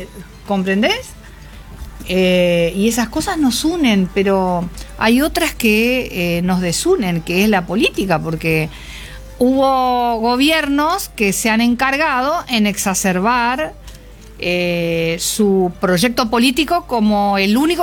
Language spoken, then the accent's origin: Spanish; Argentina; la grieta no la tenemos solo los argentinos.